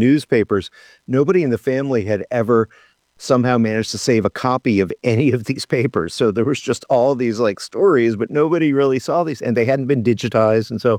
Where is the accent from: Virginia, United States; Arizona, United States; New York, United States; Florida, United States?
Virginia, United States; Richmond; One of my first jobs was like working at a TV news station in my hometown of Richmond, Virginia.